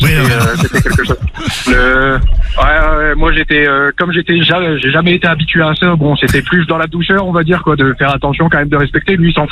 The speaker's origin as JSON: {"language": "French", "town": "Montpellier", "region": "Occitanie", "country": "France", "said": "Enfin, là, je suis sur la route, donc je suis à Nîmes. D'accord. Et je suis de Montpellier."}